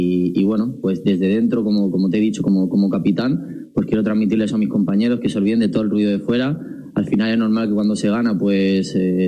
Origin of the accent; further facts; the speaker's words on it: Catalonia, Spain; viví allí, soy catalán, tengo mucha familia allí, que de hecho estarán en el partido.